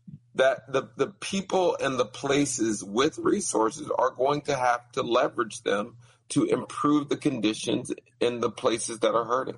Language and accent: English; Pittsburgh, Pennsylvania, United States; I'm originally from Pittsburgh.